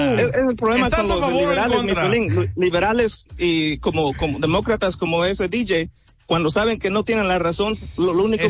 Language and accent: Spanish; Mexico; now in United States; Soy mexicano, soy ilegal, vine ilegal, ahorita gracias a Dios ya tengo mis papeles